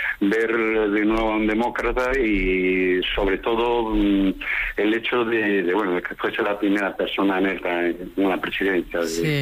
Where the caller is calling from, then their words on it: Asturias, Spain; Desde Asturias.